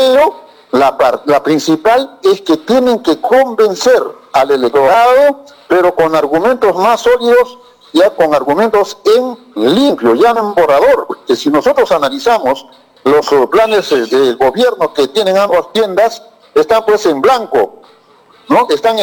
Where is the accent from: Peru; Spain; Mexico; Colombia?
Peru; Candarave, Tacna; Yo también me considero paisano porque soy de Cantarabes, soy de la parte alta.